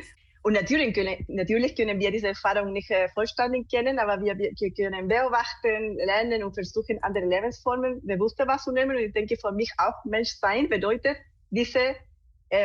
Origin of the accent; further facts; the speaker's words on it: Chile; now in Munich area, Germany; Also ich bin Illustratorin und visuelle Kommunikatorin. Ich bin ursprünglich aus Chile und jetzt wohne ich in der Umgebung von München.